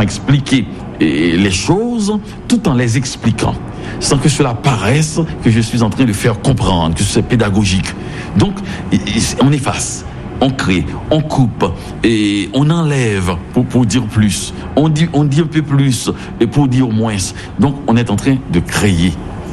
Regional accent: Haiti; moved away

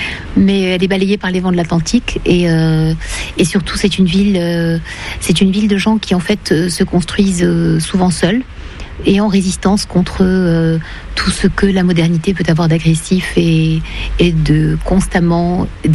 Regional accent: Casablanca, Casablanca-Settat, Morocco; moved away; je suis née à Casablanca, rue des Papillons, à l'Oasis.

